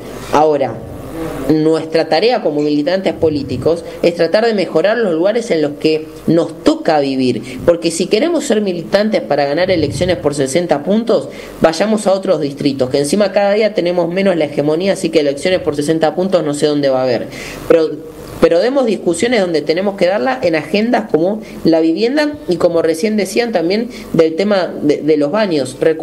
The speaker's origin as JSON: {"language": "Spanish", "region": "Buenos Aires", "country": "Argentina", "said": "quienes somos porteños"}